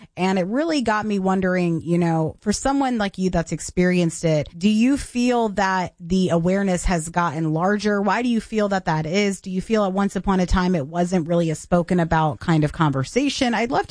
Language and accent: English; Knoxville, Tennessee, United States; my hometown of Knoxville, Tennessee